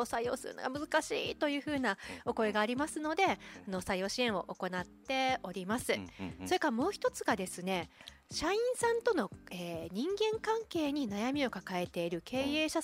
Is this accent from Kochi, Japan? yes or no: yes; Kochi, Japan; born there; moved away as an adult; now in Okinawa, Japan; 私は高知県の生まれで、うん、今沖縄に住んで、20年目、うんうん、24歳の時に沖縄に来たんで